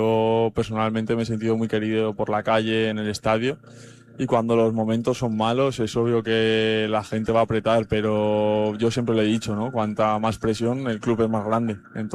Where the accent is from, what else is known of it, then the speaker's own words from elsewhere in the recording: Navarre, Spain; now in Mérida, Spain; estoy lejos de mi casa, como has dicho, soy navarro